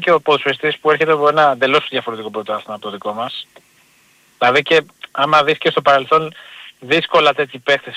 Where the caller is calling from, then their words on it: Petroupoli, Attica, Greece; από Πετρούπολη είμαι.